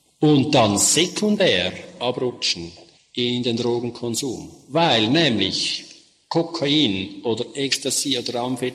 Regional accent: Switzerland; Bei uns in der Schweiz gibt es eine ganze Palette

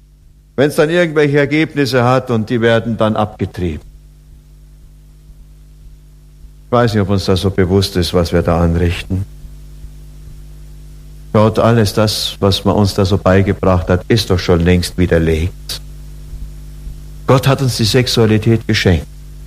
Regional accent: Oberammergau, Bavaria, Germany; Ich weiß, ich bin auf dem Dorf aufgewachsen in Oberammergau.

